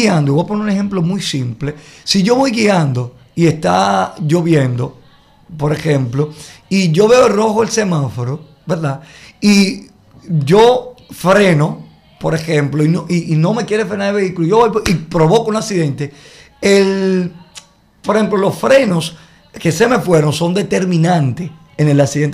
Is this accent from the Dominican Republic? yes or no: yes; Dominican Republic